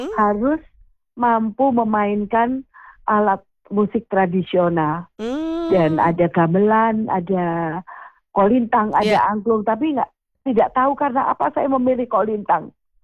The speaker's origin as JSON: {"language": "Indonesian", "region": "Java", "country": "Indonesia", "said": "namun saya orang Jawa."}